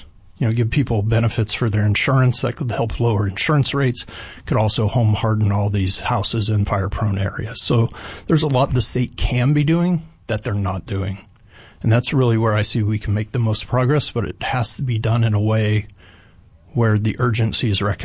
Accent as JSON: {"language": "English", "region": "California", "country": "United States", "tie": "born or raised there", "said": "So I was born and raised in Yuba County, did a lot of work for many years, actually ran a business throughout Butte, Yuba, and Sutter counties"}